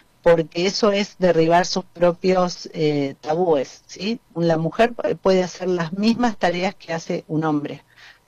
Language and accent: Spanish; Balcarce, Buenos Aires Province, Argentina; born there; also born or lived in La Plata; Soy nacida en la ciudad de Balcarce, en la localidad de Balcarce, provincia de Buenos Aires. Desde los 13 años en la ciudad de La Plata viví